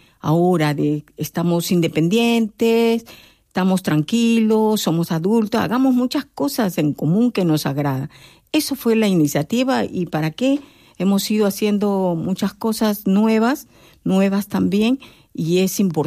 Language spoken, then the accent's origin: Spanish; Peru; moved away as an adult; also born or lived in South Korea; now in Almería, Spain; una peruana que viene con su vestimenta